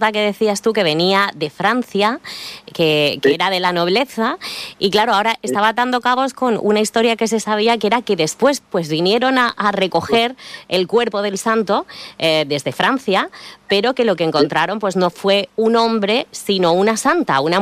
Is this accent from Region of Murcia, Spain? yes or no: yes; Jumilla, Region of Murcia, Spain; está en mi tierra, en Jumilla. Este, claro. Este no está en el museo, está en una ermita en mi pueblo.